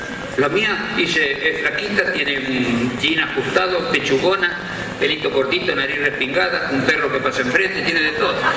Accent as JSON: {"language": "Spanish", "town": "San Francisco", "region": "Córdoba", "country": "Argentina", "tie": "born or raised there", "said": "Pero bueno, tenemos las historias de mi pueblo. Hay un cuento que me gusta porque es de un viejo de mi pueblo que le gustan las mujeres, la de él y las otras. Nosotros le decimos un pitero, no sé cómo le dicen acá."}